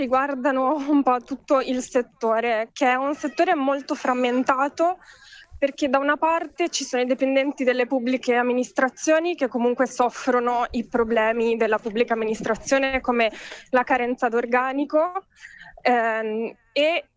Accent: Venice, Veneto, Italy; Allora, io oggi sono a Napoli, sì, un po' per motivi di prestigio che personali, perché vengo da Venezia.

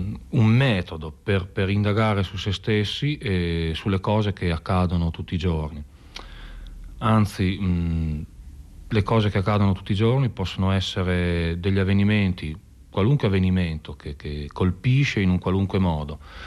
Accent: Emilia-Romagna, Italy; also born or lived in Tuscany, near Pistoia; nonostante che io sia emiliano, quando penso alle radici non penso all'Emilia, penso a un paesino della montagna in Toscana, verso Pistoia

